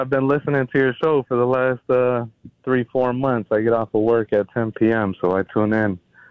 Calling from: Chicago, Illinois, United States; Hey, well, I'm calling from Chicago. I'm a Bears fan

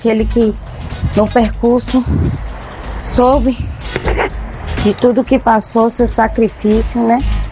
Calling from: Brazil; Eu sou brasileira

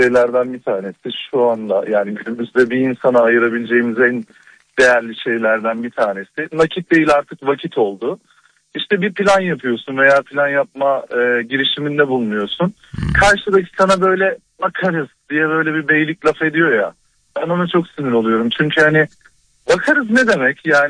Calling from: Istanbul, Turkey; İstanbul'dan arıyorum, yoldayım şu an.

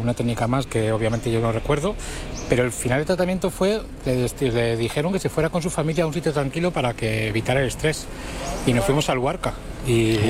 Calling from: Madrid, Community of Madrid, Spain; Hola, buenas … de Madrid.

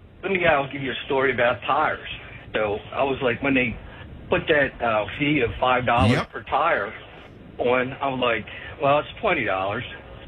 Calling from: Maryland, United States; He says, where are you from, Maryland? I said, yeah.

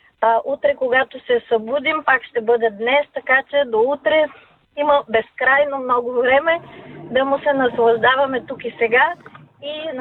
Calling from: Sofia, Sofia City, Bulgaria; съм от София.

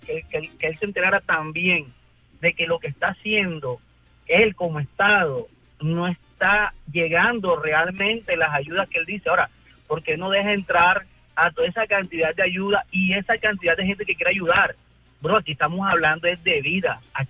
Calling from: Colombia; Nosotros como colombianos somos muy unidos.

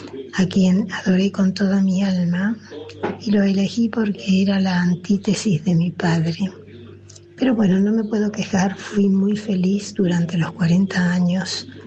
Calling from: San Martín, Buenos Aires Province, Argentina; de San Martín.

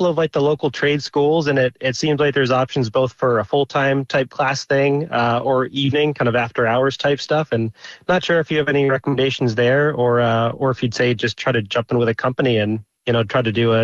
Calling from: Waltham, Massachusetts, United States; I'm calling from Waltham, Massachusetts.

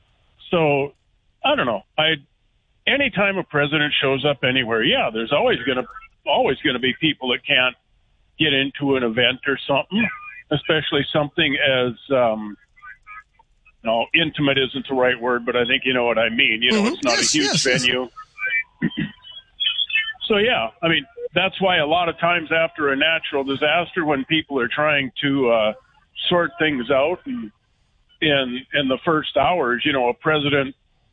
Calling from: United States; as an American

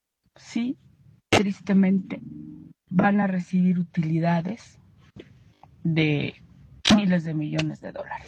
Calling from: Mexico City, Mexico; de Ciudad de México.

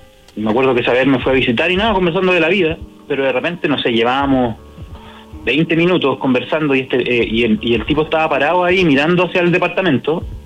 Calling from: Maipú, Santiago Metropolitan Region, Chile; De Maipú.

